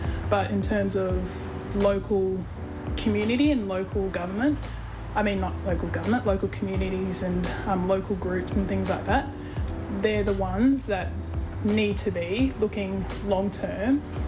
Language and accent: English; Portland, Victoria, Australia; moved away; I grew up in Portland in Victoria, and that's a small town which used to have an aluminium smelter operating. So it's a coastal town, has a big port.